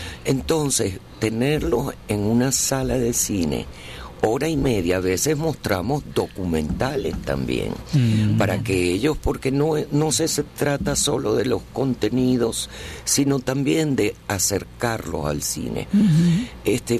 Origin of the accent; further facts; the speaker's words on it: Venezuela; born there; yo sentía en mi juventud, en mi adolescencia, que estando en Venezuela y siendo mujer